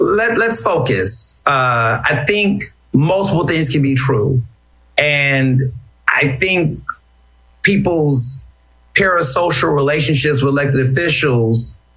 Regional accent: Houston, Texas, United States; also born or lived in Chicago; now in Philadelphia, United States; I was born in Chicago. I grew up in Houston.

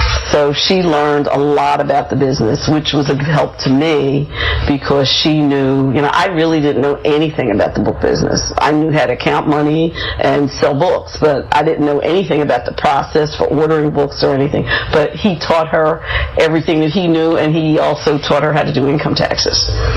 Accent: Philadelphia, Pennsylvania, United States; I grew up in West Philadelphia, in the Copps Creek area, with my parents and my sister.

